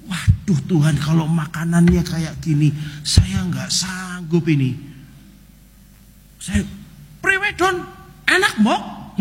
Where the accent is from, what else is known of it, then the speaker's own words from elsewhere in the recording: Central Java, Indonesia; also born or lived in Jakarta; Lah saya ini orang Jawa Tengah